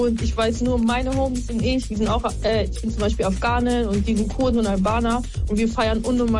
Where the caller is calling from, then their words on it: Berlin, Germany; ich bin 23, ich komme aus Berlin